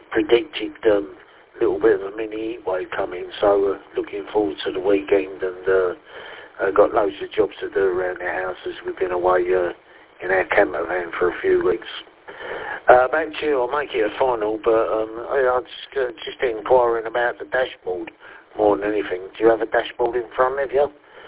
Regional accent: London, United Kingdom; born there; moved away as an adult; now in County Durham, United Kingdom; I was born in London, and we moved up here nearly five and a half years ago

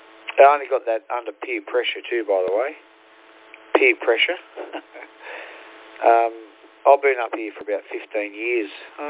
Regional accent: New South Wales, Australia; moved away as an adult; now in Cloncurry, Australia; So, I'm originally from New South Wales, northern New South Wales.

